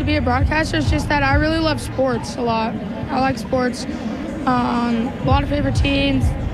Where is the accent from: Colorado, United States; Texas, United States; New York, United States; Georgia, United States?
Colorado, United States; Greeley; I'm from Greeley, Colorado.